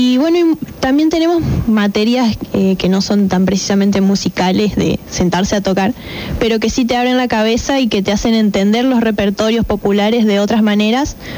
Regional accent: María Grande, Entre Ríos, Argentina; moved away as an adult; now in Paraná, Argentina; Nacida y criada en María Grande.

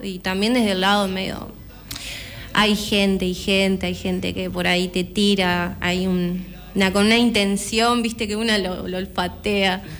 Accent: Mar del Plata, Buenos Aires Province, Argentina; born there; now in Concordia, Argentina; Yo no nací acá. Yo nací en Mar del Plata.

